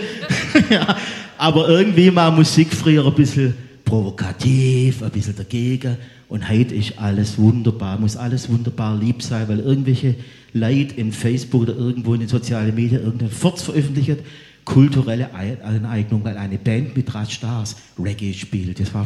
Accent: Sulzbach, Germany; Und jetzt gehen wir nach Sulzbach, wo ich aufgewachsen bin.

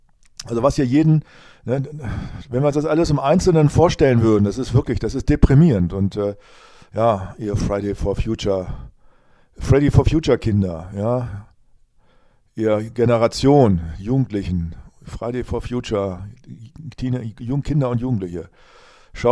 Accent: Rinteln, Lower Saxony, Germany; ich bin da zwar nicht gläubig geworden, aber eigentlich doch und auch aufgewachsen in der Jesus-Gemeinde in Rinteln.

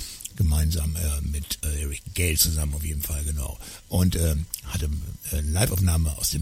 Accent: Quakenbrück, Lower Saxony, Germany; Quakenbrück, meine Heimat. Da kennen sie mich alle, nein, nicht alle, aber sehr, sehr viele.

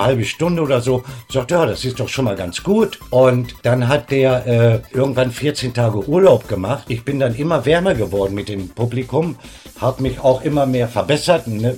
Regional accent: Braunschweig, Lower Saxony, Germany; moved away; ich komme aus Braunschweig.

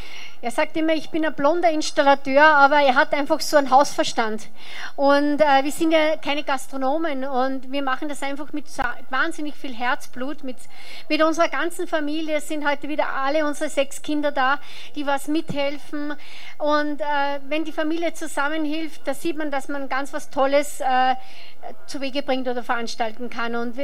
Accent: Austria; Und da habe ich mich gefühlt, wie wenn wir bei uns in Österreich am Attersee sind.

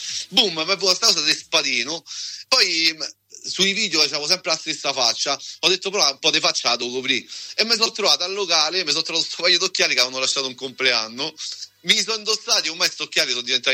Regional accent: Rome, Lazio, Italy; Ciao Eleonora, vengo da Roma

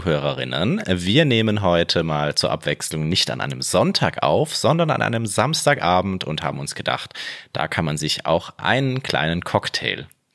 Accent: Krefeld, North Rhine-Westphalia, Germany; Ich trinke Gin Tonic mit einem Gin aus Krefeld, hier aus der Umgebung, wo ich herkomme.

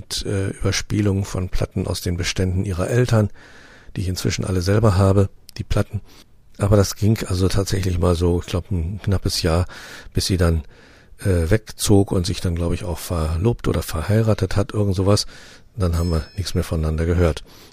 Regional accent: West Germany, Germany; damals als Wessi

